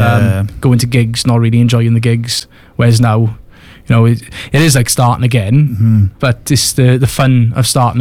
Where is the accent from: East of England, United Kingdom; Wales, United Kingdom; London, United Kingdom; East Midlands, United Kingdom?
Wales, United Kingdom; Merthyr Tydfil; we're from Merthyr Tydfil. Most of us grew up in the Gurness.